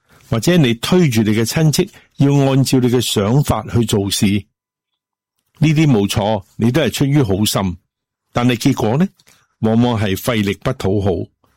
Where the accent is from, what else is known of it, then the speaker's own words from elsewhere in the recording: China; 即是我们中国人讲的精气神